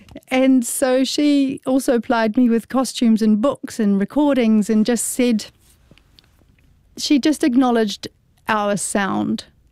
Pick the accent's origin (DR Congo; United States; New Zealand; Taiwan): New Zealand; also born or lived in Bulgaria; my experience as a Kiwi